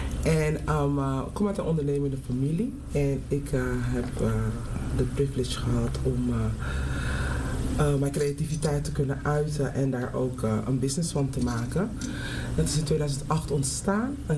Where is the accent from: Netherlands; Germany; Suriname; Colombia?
Suriname; En dat kwam door mijn uiterlijk, dat kwam door mijn, waar ik vandaan kwam, Suriname.